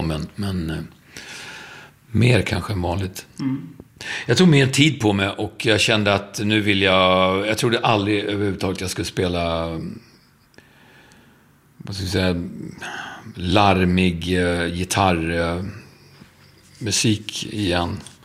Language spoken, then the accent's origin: Swedish; Stockholm, Stockholm County, Sweden; Stockholm är min hemstad.